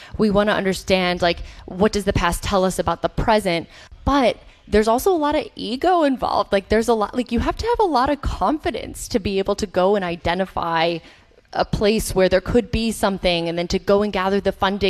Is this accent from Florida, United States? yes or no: no; Chicago, Illinois, United States; moved away as an adult; I'm from Chicago originally. I came to undergrad at Tufts in 2006